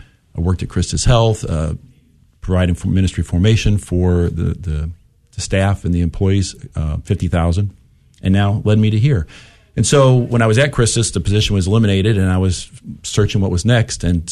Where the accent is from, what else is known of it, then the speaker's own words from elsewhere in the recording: Independence, Missouri, United States; I'm born and raised in Independence, Missouri. Grew up blocks from Harry Truman's house.